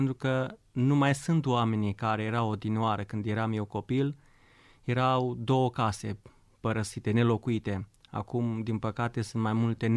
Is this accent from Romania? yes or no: yes; Solomon, Romania; prima dată teologie am învățat-o în satul meu natal, de la părinții mei, din satul Solomon, comuna Grâbou, județul